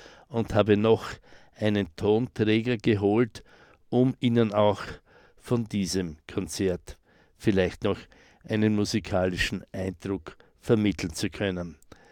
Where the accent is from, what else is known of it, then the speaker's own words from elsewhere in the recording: Styria, Austria; Ich komme aus der Südsteiermark